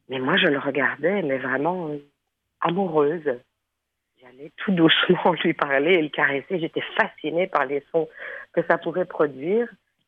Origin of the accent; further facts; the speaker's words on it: Brussels, Brussels-Capital Region, Belgium; moved away as an adult; now in Thessaloniki, Greece; moi, je suis bruxelloise. Je suis née et j'ai grandi et j'ai vécu à Bruxelles jusqu'à mes quoi, 23-24. Et je suis la troisième génération à Bruxelles. C'est la mère de ma mère qui y est allée.